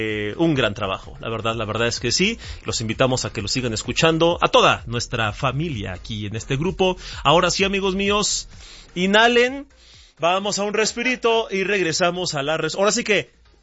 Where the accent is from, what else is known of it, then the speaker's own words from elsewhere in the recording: Mexico; yo siendo mexicano